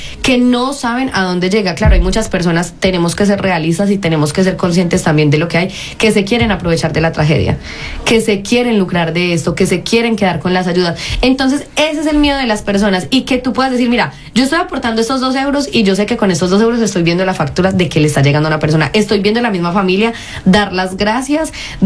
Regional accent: Colombia; moved away; como colombianos, ante toda esta situación tan terrible, pues nos sentimos muy frustrados desde acá

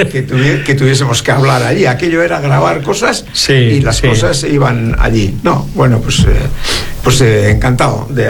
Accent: Eibar, Basque Country, Spain; now in Bilbao, Spain; Yo me he quedado en Bilbao, soy de Ibar

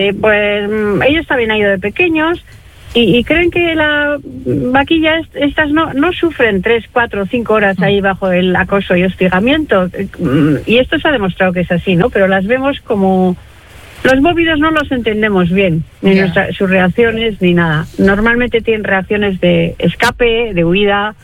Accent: Getxo, Basque Country, Spain; hace mucha pena porque es mi pueblo, yo me he criado ahí en el Puerto Viejo, en la playa y tal.

